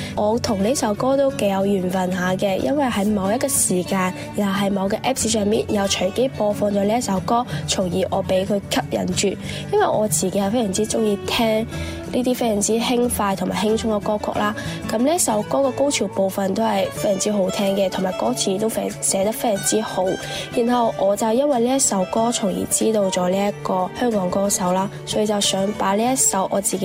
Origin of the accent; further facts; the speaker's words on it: Macau; Hello， 大家好，